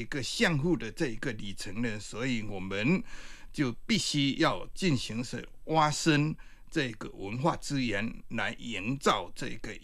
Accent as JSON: {"language": "Chinese", "town": "Jinjiang", "region": "Fujian", "country": "China", "said": "我们晋江人的这个品格"}